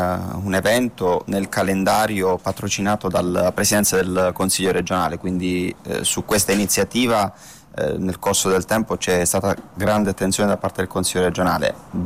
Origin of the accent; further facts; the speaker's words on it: Castellana Grotte, Apulia, Italy; io sono di quel territorio. Il mio paesello Castellana era un territorio della contea di Conversano